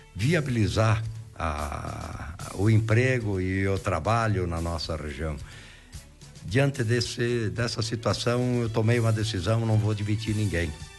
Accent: Concórdia, Santa Catarina, Brazil; eu sou filho de agricultor, eu nasci em Concórdia e durante o período que eu morava lá em Concórdia, nós somos uma família grande, uma família de 11 irmãos.

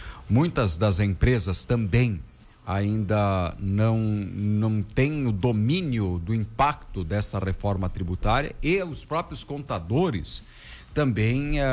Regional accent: Brazil; first language Portuguese

